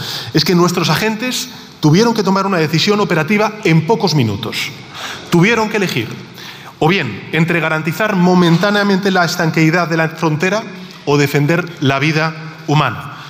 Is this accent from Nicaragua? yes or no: no; Spain; como presidente del Gobierno de España y como ciudadano español